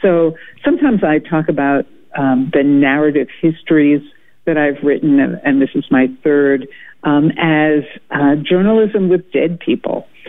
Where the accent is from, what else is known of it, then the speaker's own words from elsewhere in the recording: New York City, New York, United States; I actually grew up in New York City, far from the places I write about in Spell of Freedom.